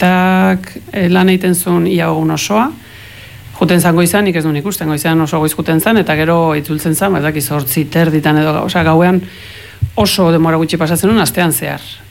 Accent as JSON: {"language": "Basque", "country": "Mexico", "tie": "born or raised there", "also_born_or_lived": "Basque Country", "moved": "yes", "said": "Bai, dena nire haurtzaro guztia. Eta bai, iritsi zen momentu bat, itzuli nintzenean, beti zen denbora gehiago pasan nuena Mexikon, Euskal Herrian baino."}